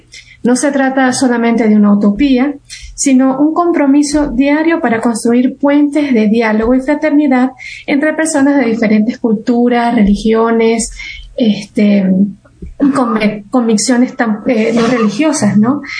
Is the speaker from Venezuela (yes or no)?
yes; Venezuela; moved away as an adult; now in Santo Domingo, Dominican Republic; yo soy venezolana. Yo vivo en una comunidad, yo soy una laica consagrada. Como bien decía Zenaida, de la Iglesia Católica. Y estoy acá en República Dominicana